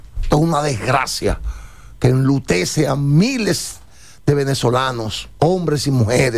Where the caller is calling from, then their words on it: Dominican Republic; Un abrazo fraterno desde la República Dominicana.